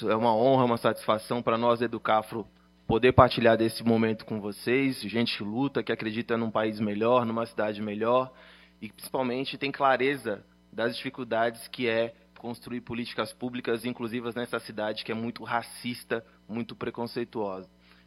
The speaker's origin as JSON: {"language": "Portuguese", "region": "São Paulo", "country": "Brazil", "tie": "born or raised there", "said": "eu sou da Zona Leste de São Paulo, eu nasci no Jardim dos Ipês, um lugar que de jardim de IP nunca teve nada, então era favela quebrada."}